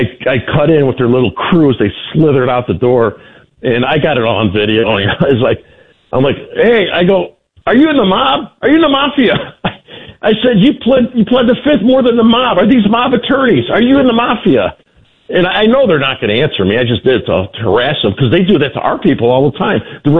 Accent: Chicago, Illinois, United States; We sent all our manufacturing to China when I was growing up in Chicago, a manufacturing city.

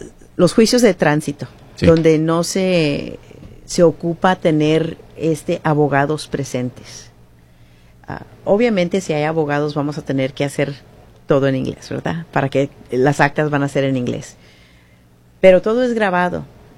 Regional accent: Mexico; now in United States; siendo una persona mexicana y una mujer

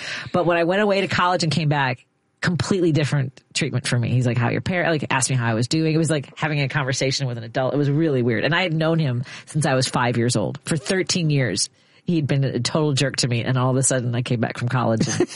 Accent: Chicago, Illinois, United States; I grew up in Norwood, yeah, but okay. I grew up in a one bedroom apartment above what was a paint, when we moved in, it was a paint store

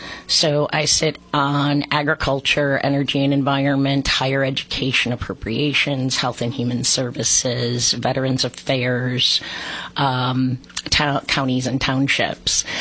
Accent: Ottawa, Ontario, Canada; I was born and raised in Ottawa. My mom's family has been farming in the Wallace-Waltham region for over 200 years.

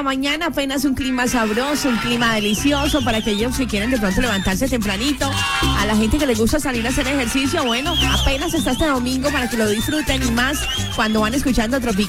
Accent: Colombia; Como buen colombiano, colombiano responsable, colombiano que se respete

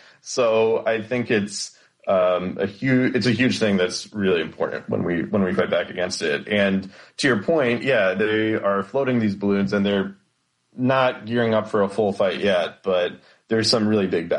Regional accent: Maryland, United States; but I grew up in Maryland, and in Maryland, the kind of like classic get to know you question is, what high school did you go to? Right. It is such a, it's a small state.

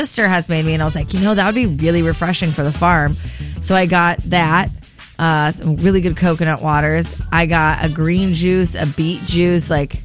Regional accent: Santa Barbara, California, United States; growing up in Santa Barbara, growing up Japanese and Italian with lots of exchange students

